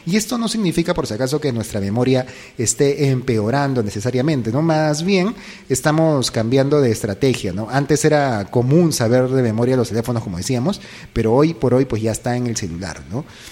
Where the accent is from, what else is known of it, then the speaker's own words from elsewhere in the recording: Lima, Peru; cuando era niño, en Lima.